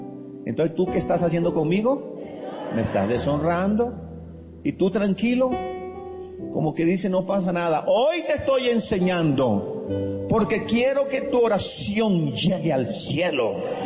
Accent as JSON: {"language": "Spanish", "country": "Colombia", "said": "Esa es mi tierra, Colombia."}